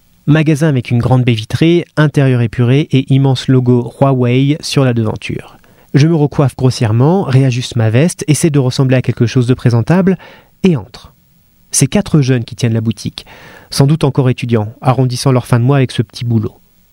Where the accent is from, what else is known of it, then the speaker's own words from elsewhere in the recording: France; En France, on est des cons là-dessus.